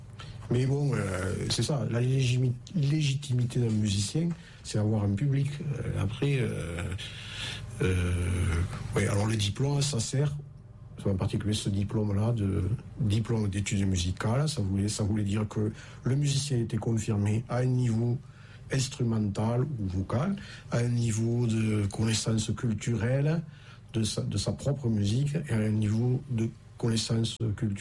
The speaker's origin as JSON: {"language": "French", "town": "Toulouse", "region": "Occitanie", "country": "France", "tie": "born or raised there", "moved": "as an adult", "lives_now": "Cardaillac, France", "said": "Alors, natif de Toulouse."}